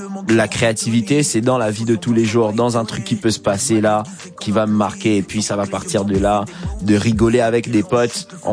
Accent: Gabon; moved away; Moi quand j'ai quitté le Gabon, je voulais absolument parler anglais. Or on me disait déjà va en France, tout ça, tu reviens du Gabon, tu parles français.

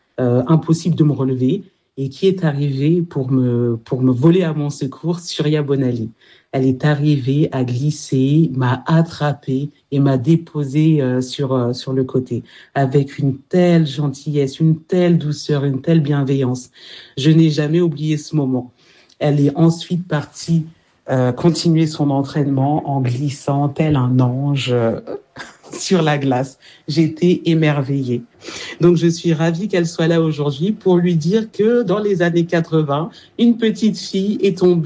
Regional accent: Champigny-sur-Marne, Île-de-France, France; Je viens de Seine-et-Marne, mais avant ça, j'ai passé ma petite enfance à Champigny-sur-Marne.

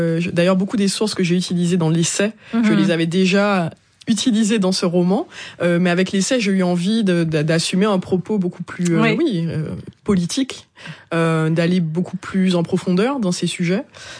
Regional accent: Martinique; moi je suis née en Martinique, j'ai grandi en Martinique

